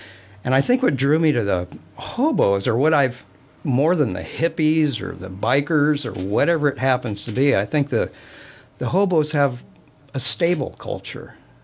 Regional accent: Klamath Falls, Oregon, United States; I was raised in around Klamath Falls, Oregon.

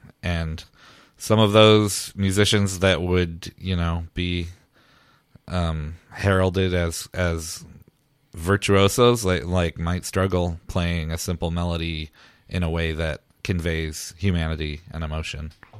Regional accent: Fort Myers, Florida, United States; moved away as an adult; also born or lived in Jacksonville, United States / New York City, United States; I grew up in Southwest Florida, Fort Myers, of all places. Yeah, and I went to school at the University of North Florida in Jacksonville, pursuing jazz. Then I, from there, went to New York City

